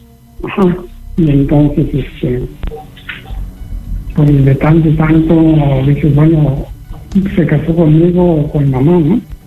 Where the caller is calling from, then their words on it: Morelos, Mexico; yo soy del estado de Morelos.